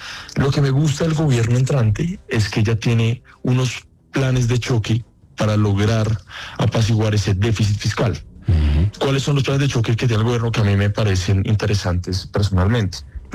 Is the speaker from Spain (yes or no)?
no; Colombia